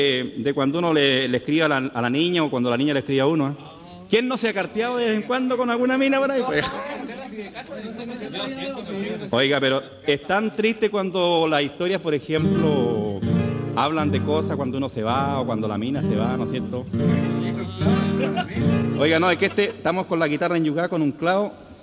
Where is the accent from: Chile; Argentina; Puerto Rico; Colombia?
Chile; me recuerda a las fiestas campesinas de mi tierra, Playa Linda, Molco Alto, Lefún, allá por Conquil.